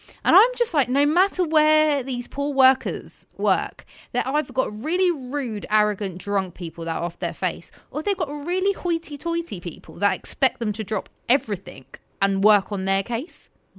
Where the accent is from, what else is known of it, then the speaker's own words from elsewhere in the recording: London, United Kingdom; I'm from Northwest London.